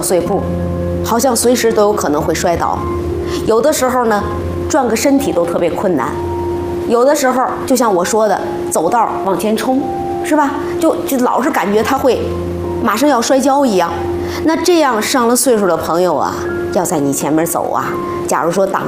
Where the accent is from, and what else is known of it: China